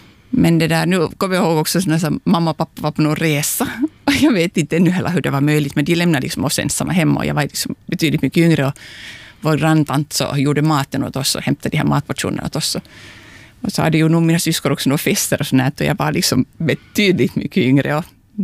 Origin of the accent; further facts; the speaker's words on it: Southwest Finland, Finland; born there; de hade flyttat ut dit och där föddes jag sen.